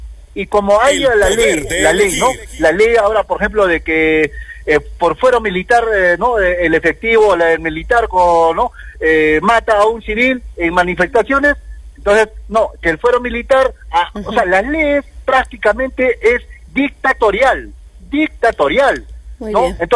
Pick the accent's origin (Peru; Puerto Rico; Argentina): Peru; Bueno, es importante, ¿no?, de que nosotros como peruanos aportamos nuestros impuestos